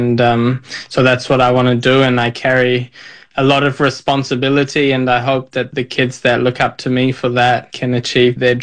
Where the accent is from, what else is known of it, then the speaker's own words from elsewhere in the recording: New Zealand; born there; Obviously, I was born in New Zealand, but I come from Indian background with Punjabi parents.